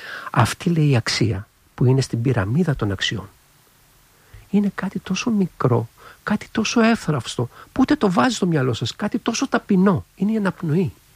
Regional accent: Greece; now in China; σαν Έλληνας

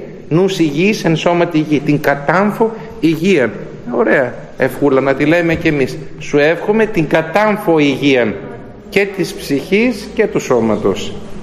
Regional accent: Eastern Macedonia and Thrace, Greece; moved away; Έχουμε στην πατρίδα μου επάνω τη Θράκη

